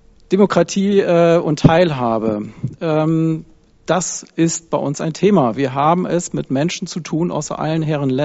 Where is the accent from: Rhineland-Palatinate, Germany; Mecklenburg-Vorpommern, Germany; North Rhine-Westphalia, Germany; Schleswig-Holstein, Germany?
Schleswig-Holstein, Germany; Flensburg; und gerade ich komme aus Flensburg, nicht von großen Unternehmen.